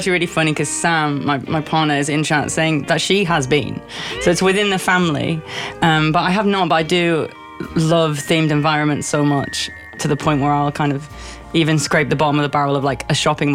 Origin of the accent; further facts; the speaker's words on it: Sunderland, North East England, United Kingdom; growing up in Sunderland, like near me was the Metro Centre, which is the biggest mall in Europe.